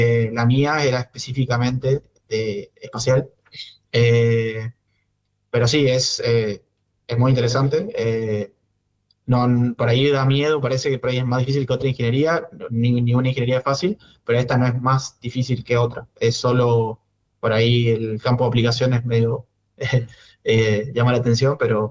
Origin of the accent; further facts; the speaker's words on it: Argentina; O sea, nosotros en Argentina somos de Latinoamérica, lo que estamos más avanzados, pero la NASA es otra cosa